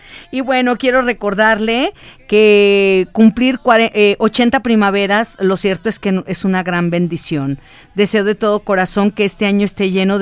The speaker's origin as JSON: {"language": "Spanish", "country": "Mexico", "said": "creo que son de esas experiencias que pues como mexicanos no tendríamos que perdérnosla."}